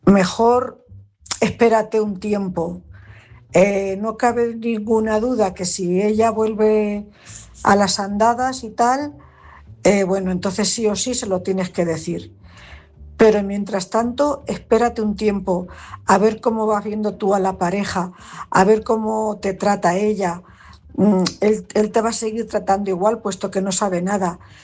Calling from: Cuenca, Castilla-La Mancha, Spain; Buenas noches … corresponsal de Cuenca.

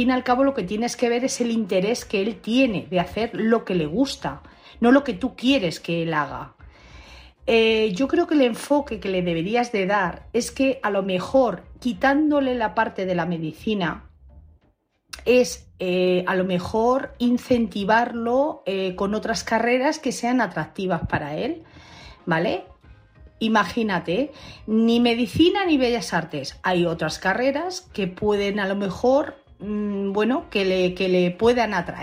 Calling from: Madrid, Community of Madrid, Spain; de Madrid.

